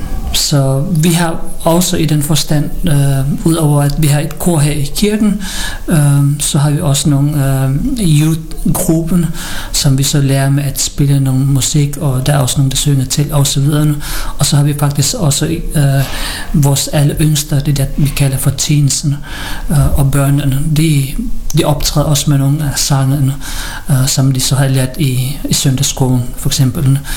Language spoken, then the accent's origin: Danish; Philippines; now in Denmark; hun mener, at vi som filippiner er meget glade folkefærdende, er smilende og ja.